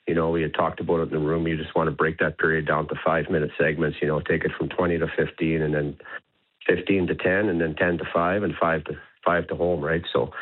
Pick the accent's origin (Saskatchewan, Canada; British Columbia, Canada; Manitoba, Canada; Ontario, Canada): Manitoba, Canada; Lac du Bonnet; I'm from Lac-de-Bonnie, which is an hour and a half away from Niverville